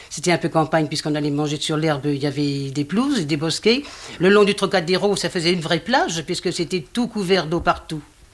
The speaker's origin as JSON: {"language": "French", "region": "Brittany", "country": "France", "said": "j'ai vu la mer chez nous en Bretagne, puisque je suis bretonne."}